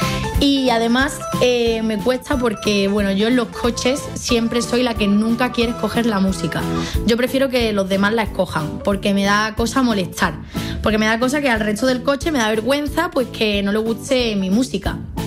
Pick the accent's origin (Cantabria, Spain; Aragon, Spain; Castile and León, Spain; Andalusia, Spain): Andalusia, Spain; Málaga; yo soy trinitaria, yo soy del barrio de Málaga de la Trinidad, y me crié ahí en un piso con mi madre